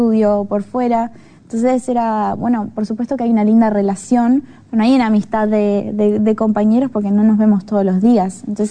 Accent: Uruguay; esa alma luchadora como uruguaya

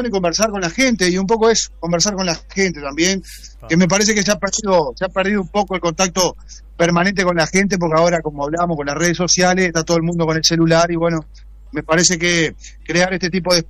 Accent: Santa Rosa, Argentina; oriundo toda mi vida, tengo 48 años, toda mi vida he estado ahí. Bueno, y ahora estoy muy contento también de estar en mi pueblo

